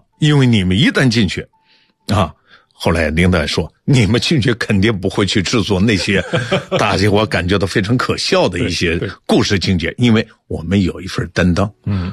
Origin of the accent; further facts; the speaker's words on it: China; 这是我们中国人，我们还非常是质朴善良的，这是我们中国人的美德。